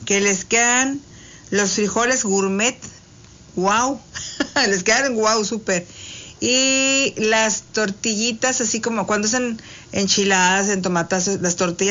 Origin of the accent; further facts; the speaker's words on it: Mexico; somos unos mexicanos que tenemos en nuestras cocinas toda nuestra historia ancestral ahí metidos.